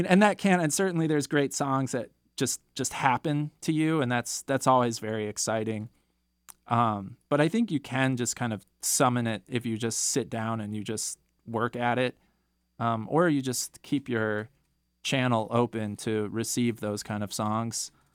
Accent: Minneapolis, Minnesota, United States; now in Sacramento, United States; And I'm from Minneapolis.

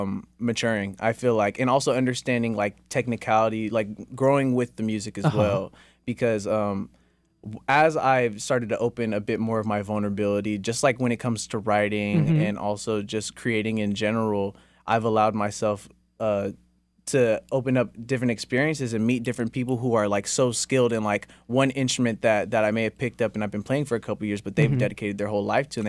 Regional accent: Tracy, California, United States; No. I'm born and raised in Tracy.

